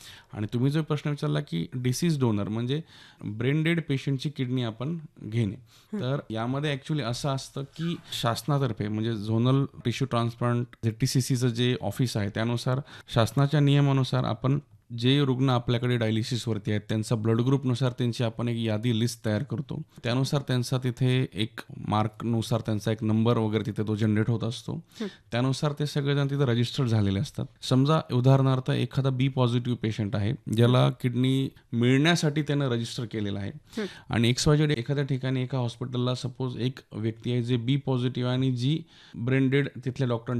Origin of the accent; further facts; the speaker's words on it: Renapur, Maharashtra, India; मी मूळचा पाथरी तालुक्यातील रेणापूर हे माझं गाव आहे.